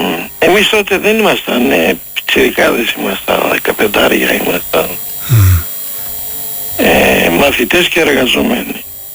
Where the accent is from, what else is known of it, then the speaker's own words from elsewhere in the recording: Thessaloniki, Central Macedonia, Greece; γεννήθηκα στην Άνω Πόλη στα Κάστρα.